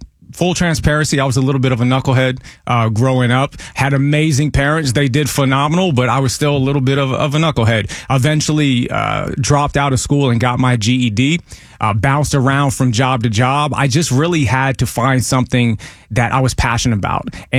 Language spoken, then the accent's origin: English; Pinellas County, Florida, United States; I was born and raised in Pinellas County, not someone who just came here. I am this county